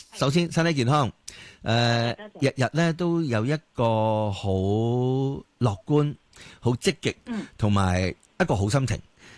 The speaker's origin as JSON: {"language": "Cantonese", "country": "China", "said": "有时候咧，我哋中国人好怕丑噶"}